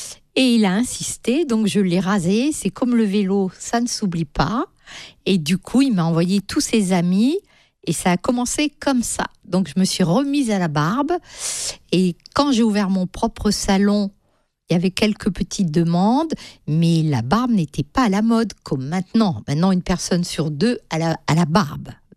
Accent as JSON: {"language": "French", "region": "Centre-Val de Loire", "country": "France", "tie": "born there", "said": "Ah ben moi, je suis née en Sologne."}